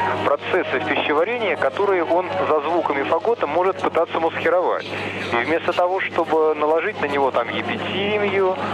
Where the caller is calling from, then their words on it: Kazan, Tatarstan, Russia; Я из Казани звоню. Нас тут недавно подключили к «Эху Москвы».